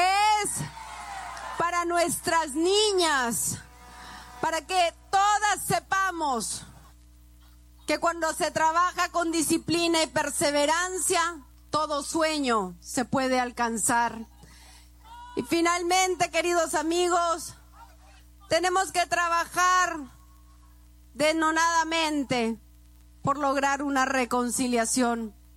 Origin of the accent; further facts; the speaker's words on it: Peru; así somos los peruanos, nunca nos rendimos.